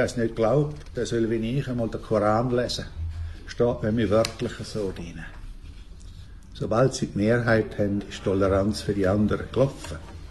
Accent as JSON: {"language": "German", "town": "Altstätten", "region": "St. Gallen", "country": "Switzerland", "said": "ich komme aus Altstädten, und Altstädten war damals ein Jahr lang in der ACB."}